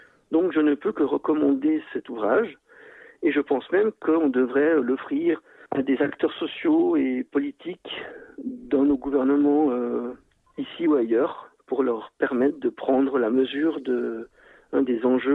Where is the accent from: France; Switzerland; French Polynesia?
Switzerland; en tout cas c'est comme ça qu'on dit chez nous en Suisse